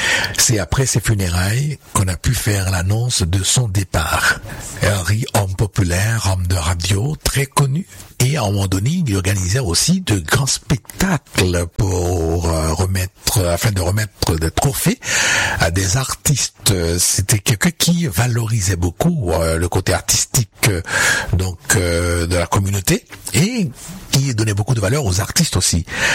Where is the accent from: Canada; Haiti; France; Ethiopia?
Haiti; Moi, je viens d'Haïti